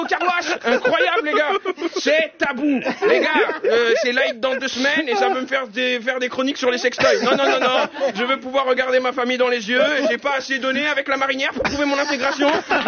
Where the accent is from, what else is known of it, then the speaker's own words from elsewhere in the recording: Algeria; Je suis algérien